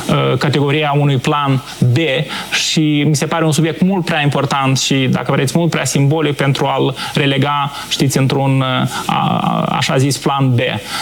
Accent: Moldova; recunosc ca român moldovean, uneori îmi pare rău că românii au văzut Barcelona, Londra, Parisul și Münchenul, dar n-a fost la Chișinău.

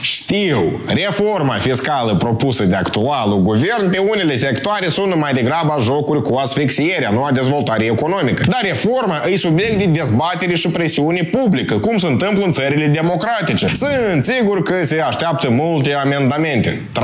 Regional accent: Moldova

